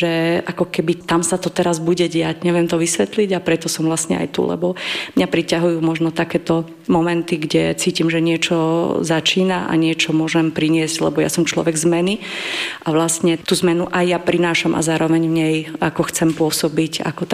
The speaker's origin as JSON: {"language": "Slovak", "town": "Bratislava", "region": "Bratislava Region", "country": "Slovakia", "tie": "born there", "also_born_or_lived": "Prague / Brno / Ústí nad Labem / Liptovský Mikuláš", "moved": "as an adult", "lives_now": "Poprad, Slovakia", "said": "Máme dom v Liptovskom Mikuláši, takže nie som až tak vzdialená, aj keď som rodená Bratislavčanka. A tá cesta bola trošku kľukatá cez Prahu, Brno, Ústí nad Labem, Bratislavu."}